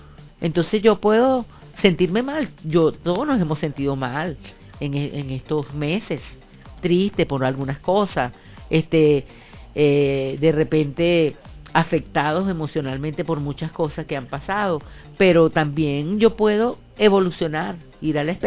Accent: Venezuela; soy venezolana y estoy aquí

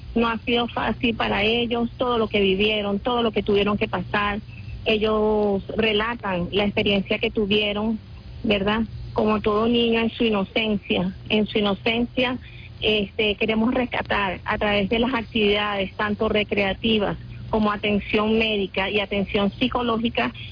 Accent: Venezuela; nos une un país, nos une una tragedia, pero nos une la esperanza que nos caracteriza como venezolanos.

